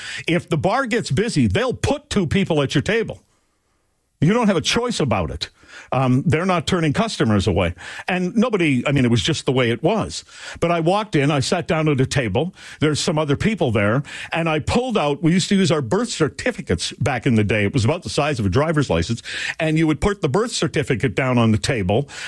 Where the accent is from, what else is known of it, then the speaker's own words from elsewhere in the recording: Gilbert Plains, Manitoba, Canada; also born or lived in Grandview; I always say that I'm from Gilbert Plains, Manitoba, but I wasn't born there. I was born in a town down the road in Manitoba, not far away, called Grandview, Manitoba.